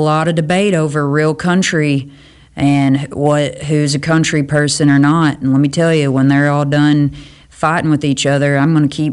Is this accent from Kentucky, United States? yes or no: yes; Hickman, Kentucky, United States; accent: Western Tennessee; also born or lived in Western Tennessee; I love Western Tennessee. It's actually what my accent sounds like. But I grew up in a little river town called Hickman, Kentucky, and that is the most western tip of Kentucky.